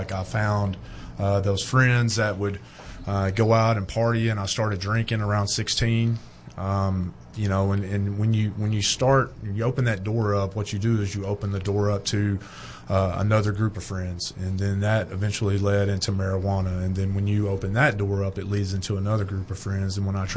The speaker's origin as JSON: {"language": "English", "town": "Fordyce", "region": "Arkansas", "country": "United States", "tie": "born or raised there", "said": "So I was raised in South Arkansas, a little town called Fort Ice."}